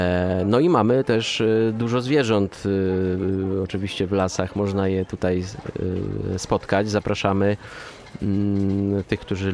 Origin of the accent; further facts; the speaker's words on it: Góra Kalwaria, Masovian Voivodeship, Poland; U nas w Górze Kalwarii jeziorki nie ma, natomiast jest dopływ.